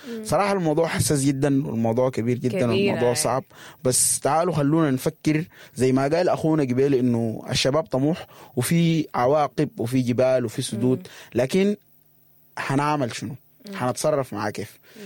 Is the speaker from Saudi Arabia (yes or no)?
no; Sudan; يعني إحنا بالذات أنا ما أعرف يعني بقية الشعوب بس بتكلم عننا إحنا كشاب سوداني.